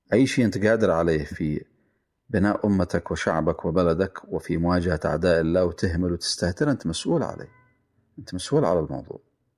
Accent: Yemen; عندنا في اليمن

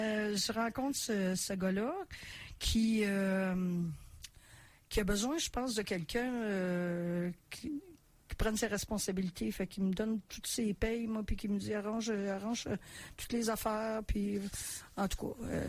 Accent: Montreal, Quebec, Canada; moved away as an adult; now in Quebec City, Canada; Je suis native de Montréal

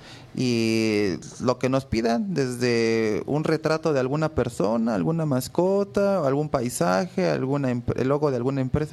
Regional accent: Tlalpujahua, Michoacán, Mexico; Yo vengo de Tlalpujahua, en una comunidad que se llama San Miguel Tlacotepec, comunidad indígena que está a unos pocos kilómetros de la cabecera municipal

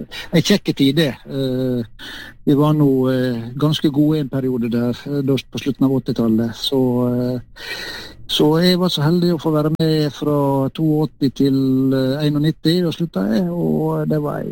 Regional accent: Ålesund, Møre og Romsdal, Norway; Nei, du er født og oppvokst oppe i Ålesund, helt i strandkanten på en fjord som heter Borgundfjorden

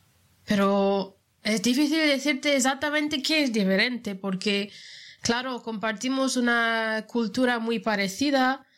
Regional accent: Scotland, United Kingdom; Spanish is a second language; Soy de Ogh. Ogh está en The Black Isle, la Isla Negra, pero no es una isla. Es una península en la costa del este de Escocia.

